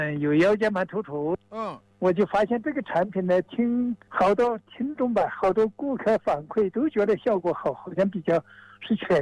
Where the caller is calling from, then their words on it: Jianshi County, Hubei, China; 我是建设县关店镇的金家湾村